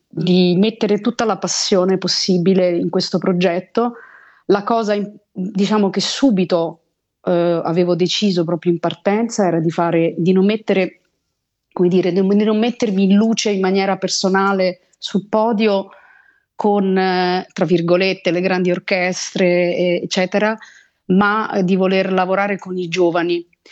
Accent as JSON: {"language": "Italian", "town": "Rome", "region": "Lazio", "country": "Italy", "tie": "born or raised there", "also_born_or_lived": "New York, United States", "moved": "as an adult", "said": "io mi ritengo profondamente italiana perché sono nata e cresciuta a Roma e ho studiato al Conservatorio di Santa Cecilia"}